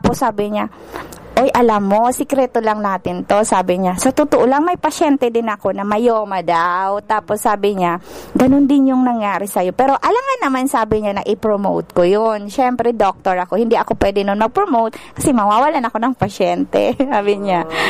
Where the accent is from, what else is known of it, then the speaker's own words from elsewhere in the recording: Pio Duran, Bicol Region, Philippines; from Binodigahan, Piudoran, Albay.